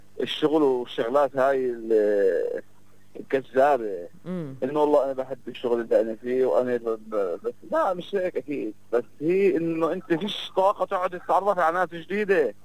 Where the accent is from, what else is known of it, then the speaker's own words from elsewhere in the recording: Nablus, West Bank, Palestine; هي موجودة فعليا بس مش عندنا بنابلس